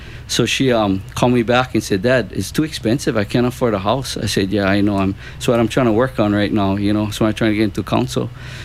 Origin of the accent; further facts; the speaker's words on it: Hilo, Hawaii, United States; moved away as an adult; now in Kauai, United States; I was born and raised in Hilo, and we were a farming family. We raised sugarcane. We had a sugarcane plantation out in Honoka'a. It's the northeast side of the Big Island. And I worked there a lot.